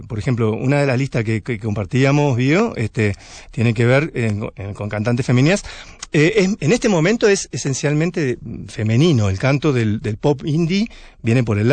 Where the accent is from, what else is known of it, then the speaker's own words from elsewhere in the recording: Uruguay; Nosotros somos del Río de la Plata